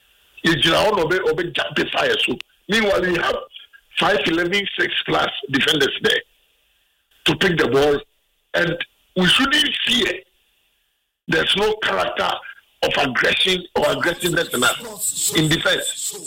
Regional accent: Ghana; as a Ghanaian

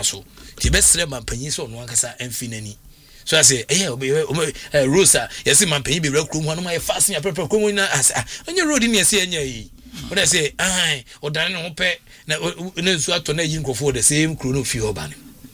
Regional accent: Ukraine; English is a second language; Well, I'm from Ukraine, Hanum.

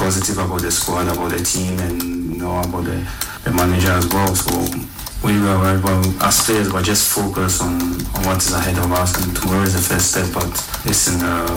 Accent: Ghana; And I know Ghanaians, I know the country the way we are because I'm Ghanaian and you know we take things a bit too personal

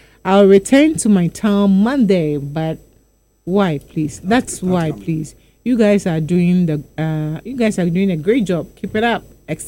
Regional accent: Assin Fosu, Central Region, Ghana; I'm from Asenfosu.

